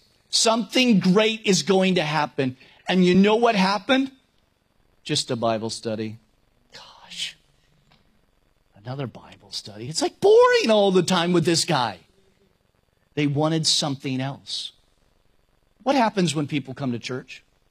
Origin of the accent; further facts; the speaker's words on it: Napa, California, United States; moved away as an adult; now in Myrtle Beach, United States; that I would have to leave my hometown because I would not be as effective for God in Napa as I would be in Myrtle Beach. And I'm thankful that I escaped California and that I am here.